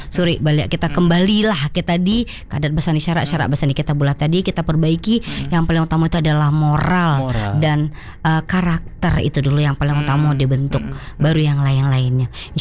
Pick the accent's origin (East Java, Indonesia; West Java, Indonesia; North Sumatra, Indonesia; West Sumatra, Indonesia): West Sumatra, Indonesia; Jadi kalau bisa ya, orang kita sebagai orang Minang itu tetap kita bapaci ya, dengan adat besan di syarat besan di kita pula dimanapun kita berada.